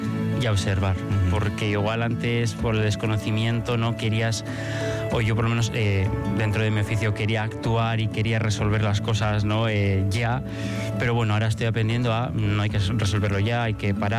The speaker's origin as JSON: {"language": "Spanish", "town": "Bilbao", "region": "Basque Country", "country": "Spain", "tie": "born or raised there", "said": "Yo nací en Bilbao, sí."}